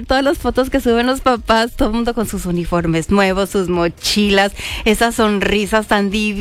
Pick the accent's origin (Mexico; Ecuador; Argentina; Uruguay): Mexico; Tijuana, Baja California; Acuérdate que crecimos en Tijuana y allá pues todo lo hablábamos en inglés y en español